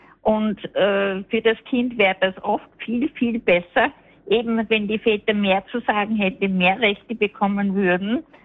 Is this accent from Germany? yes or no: no; Salzburg, Austria; born there; now in Mödling, Austria; ich bin stolze, gebürtige Salzburgerin.